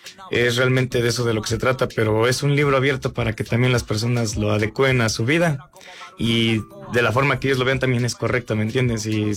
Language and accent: Spanish; Tezontepec de Aldama, Hidalgo, Mexico; dicen que soy oriundo de Tezontepec